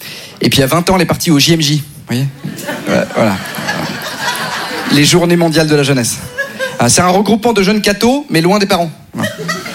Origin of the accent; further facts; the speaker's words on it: Neuilly-sur-Seine, Île-de-France, France; Alors moi, je suis une caricature parce que non seulement j'ai grandi à Neuilly, mais en plus dans une famille nombreuse.